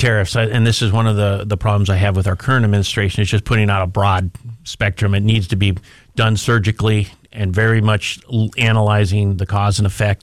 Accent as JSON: {"language": "English", "town": "Yakima", "region": "Washington", "country": "United States", "tie": "born or raised there", "said": "And I grew up in Yakima, and I know all about apples and hops."}